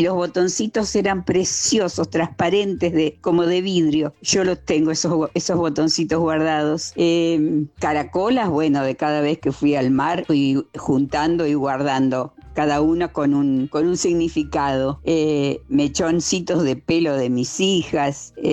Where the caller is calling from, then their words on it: Rosario, Santa Fe, Argentina; de Rosario.